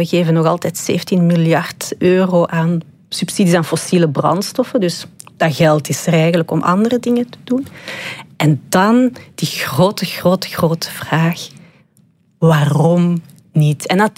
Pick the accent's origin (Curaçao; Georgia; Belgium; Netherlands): Belgium; Leuven, Flanders; En de helft van mijn familie is West-Vlaams. En de eerste keer dat ik me echt een buitenbeentje voelde, ik ben opgegroeid in Leuven, was als ik mijn West-Vlaamse familie ontmoette en ze niet verstond.